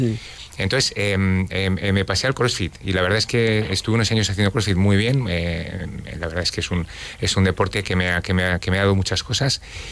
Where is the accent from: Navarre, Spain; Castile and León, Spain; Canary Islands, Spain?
Navarre, Spain; Pamplona; Yo vengo de Pamplona.